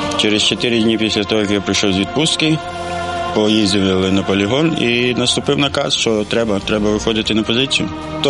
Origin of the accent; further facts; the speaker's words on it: Roksolany, Odesa Oblast, Ukraine; Я з Одеси, з півдня країни, з невеличкого села неподалік Одеси, такого милозвучного, називаються Роксолани. Найсонячно, по-моєму, спогади тільки найкращі. Там я провів все своє дитинство, ну і весь свій життєвий шлях